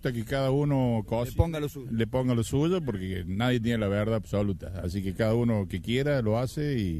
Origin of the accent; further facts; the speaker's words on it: Las Peñas, Córdoba, Argentina; now in Jesús María, Argentina; Bueno, yo originalmente soy de Las Peñas, en Córdoba. Y hace ya bastante tiempo vivo en Jesús María.